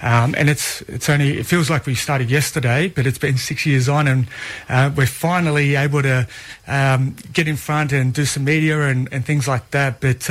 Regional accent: Australia; Well, I'm born and bred here in Australia. I've got great heritage, and that's given me good athletic ability. But I'm an Australian through and through

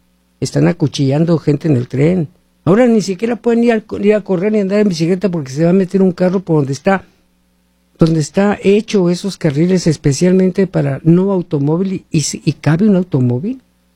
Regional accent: Hermosillo, Sonora, Mexico; moved away; iba a estar en Hermosillo, Sonora, México, mi tierra

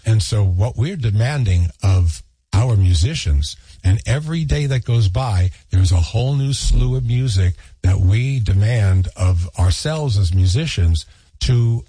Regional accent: New York City, New York, United States; which fortunately I grew up in New York City, so we had an enormous one.

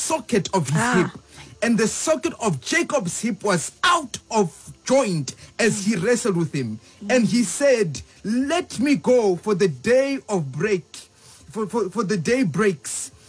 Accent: Musina, Limpopo, South Africa; I am from Limpopo. Right there in Musina. So at the border town. Masungena, South Africa, from Zimbabwe. Just right there at the top. I'm from Musina.

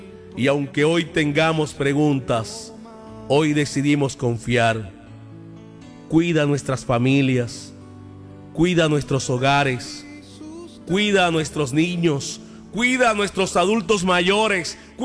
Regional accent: Colombia

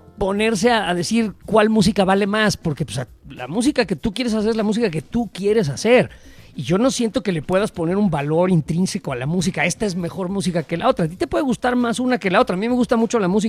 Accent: Mexico; porque jodones somos los mexicanos, ¿no?

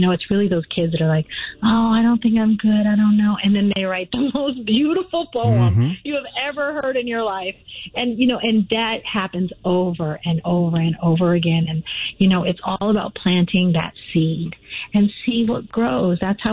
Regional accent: Las Vegas, Nevada, United States; I was born and raised in Las Vegas. I was raised on the east side of Las Vegas. I went to Las Vegas High School, the whole shebang.

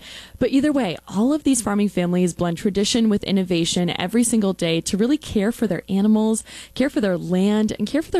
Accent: Wisconsin, United States; I grew up in Wisconsin's dairy community

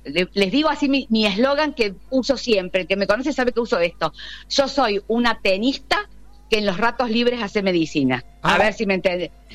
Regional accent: Río Cuarto, Córdoba, Argentina; now in Pilar, Argentina; Nací en Río Cuarto, me crié en Río Cuarto.

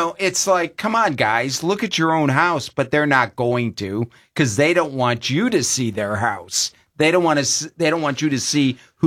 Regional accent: Toledo, Ohio, United States; moved away; I'm originally from Toledo.

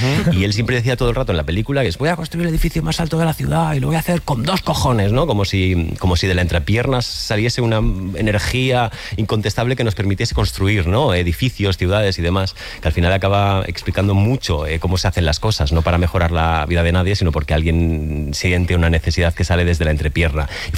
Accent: Catalonia, Spain; Porque yo soy catalán, entonces los catalanes nacimos en finales de los 90

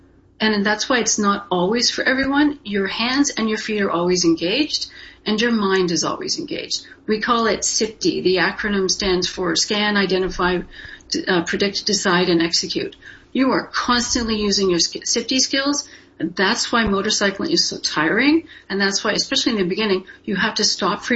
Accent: Winnipeg, Manitoba, Canada; I was born and raised in Winnipeg, so I know what the wide open prairies are like. I still have ice in my veins.

